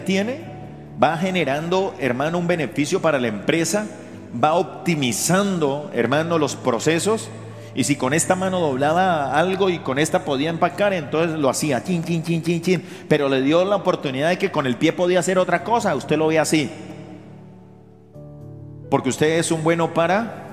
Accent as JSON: {"language": "Spanish", "country": "Colombia"}